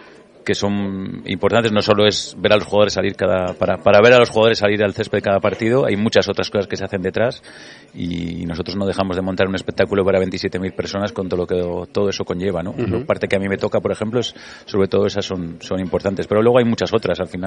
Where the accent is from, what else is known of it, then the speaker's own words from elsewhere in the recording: Valladolid, Castile and León, Spain; yo soy vallisoletano, el Valladolid es el equipo desde que soy niño.